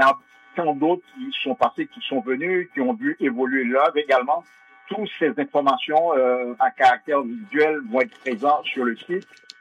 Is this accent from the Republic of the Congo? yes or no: no; Haiti; et puis je suis un Haïtien